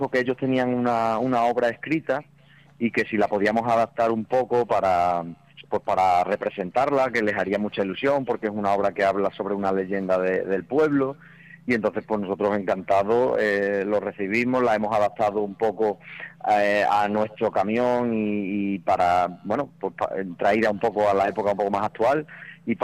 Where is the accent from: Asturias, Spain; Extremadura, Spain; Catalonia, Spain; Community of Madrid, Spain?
Extremadura, Spain; Almendralejo; Yo soy de Almendralejo